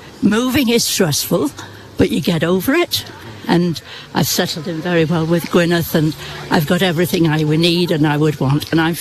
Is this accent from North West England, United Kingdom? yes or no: yes; Blackpool, North West England, United Kingdom; now in Wales; I originally from Blackpool, but I married a man from Wales, and we lived all over different parts of Wales, and we were married for 62 years.